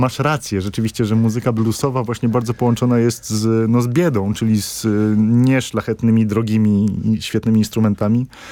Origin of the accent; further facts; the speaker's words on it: Colombia; moved away; wychowałem się w Kolumbii, mam połączenie konkretne, namacalne z tamtym kontynentem, takie osobiste.